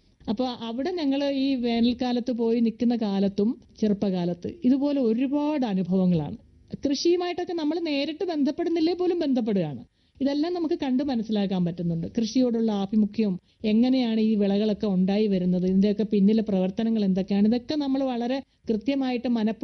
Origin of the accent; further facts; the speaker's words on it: Pallana, Kerala, India; ഞാൻ ജനിച്ചു വളർന്ന സ്ഥലം എന്ന് പറയുന്നത് ആലപ്പുഴ ജില്ലയില് കാർത്തിയപ്പള്ളി താലൂക്ക് തൃക്കുന്നപ്പുഴ പഞ്ചായത്തില് പല്ലന പാനൂർ.